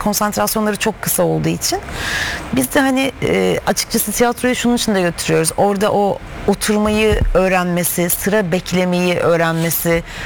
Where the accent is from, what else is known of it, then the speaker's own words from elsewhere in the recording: Istanbul, Turkey; Ben de Kadıköy'lüyüm. Acıbadem'de büyüdüm.